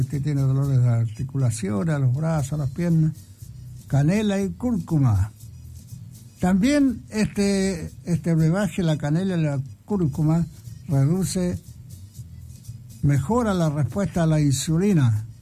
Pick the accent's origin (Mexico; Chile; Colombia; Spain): Chile; Para eso somos chilenos.